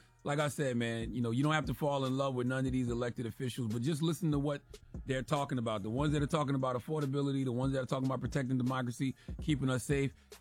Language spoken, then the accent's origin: English; South Carolina, United States; growing up in South Carolina, even if we didn't have much money